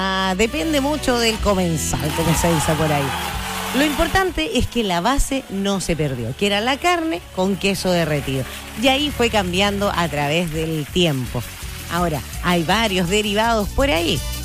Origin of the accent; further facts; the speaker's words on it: Chile; los chilenos somos buenos para inventar cosas